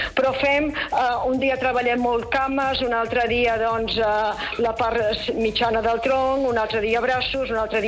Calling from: Barcelona, Catalonia, Spain; soc de Barcelona

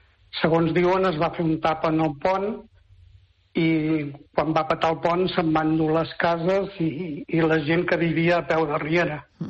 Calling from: Rubí, Catalonia, Spain; parlar del meu poble, que era abans, ara és Ciutat.

